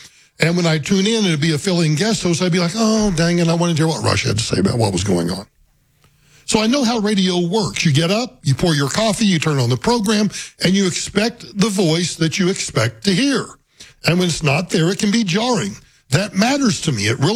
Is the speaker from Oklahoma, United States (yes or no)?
yes; Oklahoma, United States; now in Denver, United States; Trying to get to my hometown, it's easier just to drive than it is to fly to, I mean, to go to DIA and fly to Liberal, Kansas, and then rent a car and drive down the 40 miles into the Oklahoma Panhandle.